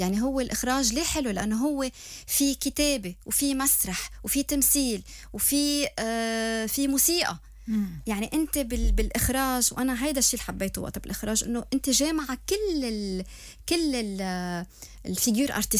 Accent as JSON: {"language": "Arabic", "country": "Lebanon", "tie": "born or raised there", "said": "يعني أنا طول عمري بلبنان، كبرت بلبنان بين صيدا وبيروت وجزين، هيدا الفايب تبعيتي"}